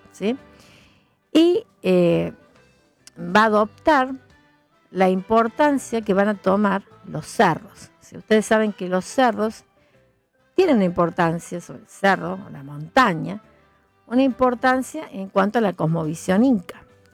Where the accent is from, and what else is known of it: Argentina